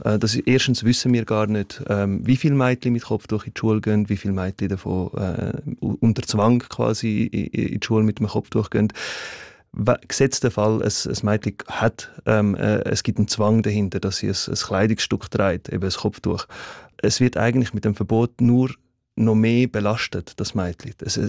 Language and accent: German; Switzerland; Ich bin selber in der Schweiz sozialisiert, aufgewachsen eben als quasi Person mit muslimischem Hintergrund.